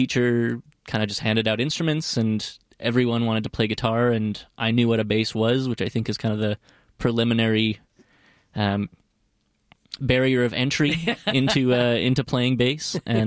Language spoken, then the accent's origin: English; Qatar; also born or lived in St. Albert, Canada; We moved when I was about six to the Middle East, and I was in Qatar for about 10 years there.